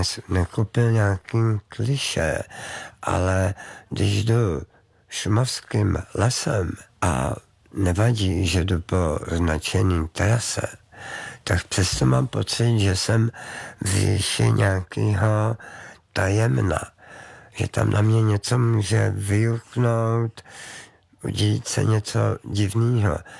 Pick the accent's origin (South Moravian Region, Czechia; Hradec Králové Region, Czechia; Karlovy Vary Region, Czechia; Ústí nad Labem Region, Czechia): Karlovy Vary Region, Czechia; Cheb; Já jsem z Chebu, takže a jezdil jsem tam v létě s maminkou